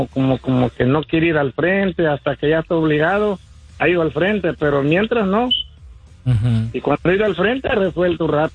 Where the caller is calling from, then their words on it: Long Beach, California, United States; de Long Beach.